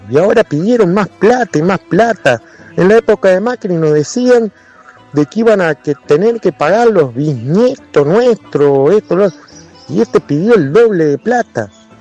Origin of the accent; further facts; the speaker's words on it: Cululú, Santa Fe, Argentina; also born or lived in Esperanza; Yo soy oriundo de Cululú y vivo en Cululú ahora, vivía antes en Esperanza.